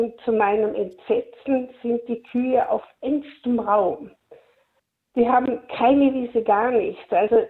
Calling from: Vorarlberg, Austria

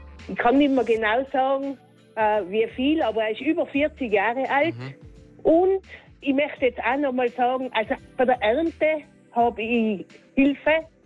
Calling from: Landeck, Tyrol, Austria; In Landeck, mittig in Landeck.

